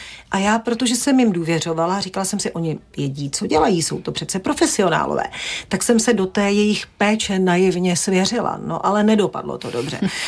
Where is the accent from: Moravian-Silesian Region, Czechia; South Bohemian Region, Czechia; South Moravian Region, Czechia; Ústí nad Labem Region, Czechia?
South Bohemian Region, Czechia; Vimperk; moved away as an adult; also born or lived in České Budějovice; now in Prague, Czech Republic; Rodačce ze Šumavy v Praze chyběla příroda